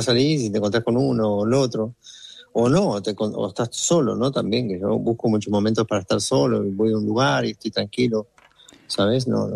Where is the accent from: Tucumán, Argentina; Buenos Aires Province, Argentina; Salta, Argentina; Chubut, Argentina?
Buenos Aires Province, Argentina; Chivilcoy; born there; Ahora, que digo que yo soy nacido en Chivilcoy, que el otro día escuchaba que estabas hablando con Fernanda, que sus papás vivían en Chivilcoy, y levanté la oreja porque no he encontrado en 24 años a nadie que sea de mi pueblo.